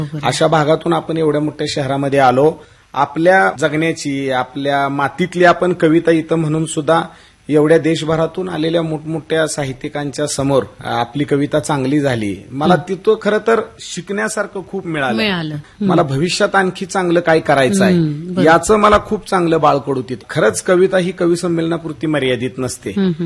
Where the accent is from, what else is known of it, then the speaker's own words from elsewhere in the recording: Solapur, Maharashtra, India; मी सांगितलं महाराष्ट्रातून आलो. त्यानंतर त्यांनी मला असं सांगितलं की महाराष्ट्रातून कुठून आलास विचारलं. त्यावेळेस मी सांगितलं सोलापुरातून.